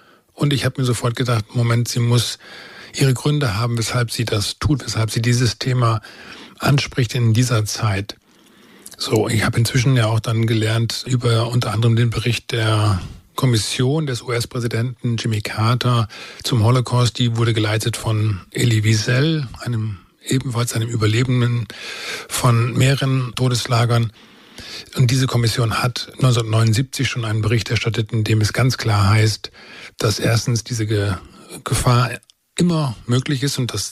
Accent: Germany; als Deutscher

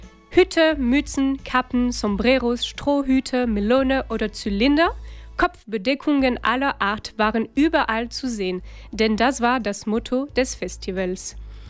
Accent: Brittany, France; Also ich glaube, es ist jetzt bewusst, dass meine Heimat in Frankreich die Bretagne ist.

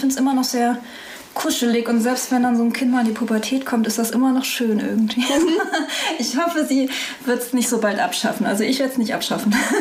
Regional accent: Lörrach, Baden-Württemberg, Germany; born there; also born or lived in Freiburg / France; now in Osnabrück, Germany; Also ich habe nur die Station Lörrach, Freiburg. Dann habe ich in Frankreich noch studiert. Ja. Und dann bin ich aber auch schon hier in Osnabrück.

